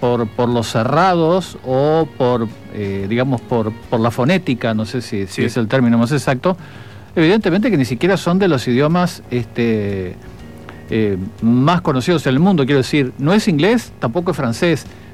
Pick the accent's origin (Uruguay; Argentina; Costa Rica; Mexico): Uruguay